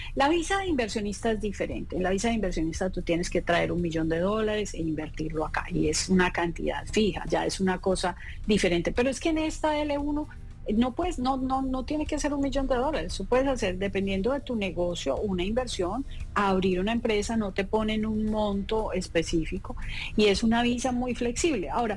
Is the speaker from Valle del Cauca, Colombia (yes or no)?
yes; Cartago, Valle del Cauca, Colombia; moved away as an adult; Esa fue la visa con la que yo soy inmigrante. ¿Ah, sí? Hace 30 años, soy de Cartago Valle.